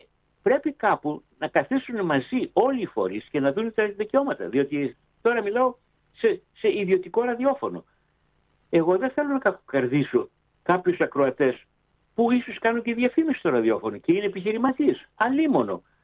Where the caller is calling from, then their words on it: Greece; έχω δικαίωμα να τις επικρίνω σαν Έλληνας πολίτης.